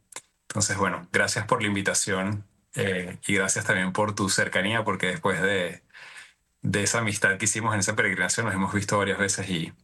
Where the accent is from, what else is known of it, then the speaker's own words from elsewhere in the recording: Venezuela; moved away as an adult; now in Rome, Italy; Yo soy de Venezuela y una familia muy grande, entonces me encanta la vida familiar. Crecí en un ambiente muy bonito, de muchos primos, muchos tíos, también en mi casa un ambiente de muchos principios y valores cristianos, católicos.